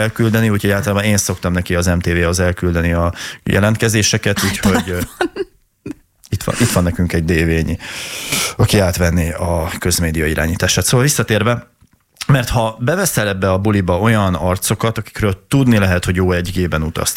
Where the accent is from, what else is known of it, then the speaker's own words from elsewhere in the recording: Hungary; még mindig magyarok vagyunk egy millió problémával